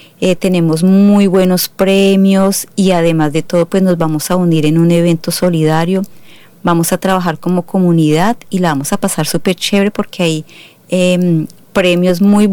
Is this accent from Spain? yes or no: no; Colombia; now in Australia; algunas inquietudes que como colombianos tenemos aquí, y cómo la embajada nos está ayudando y nos está pues apoyando en el hecho de vivir fuera del país.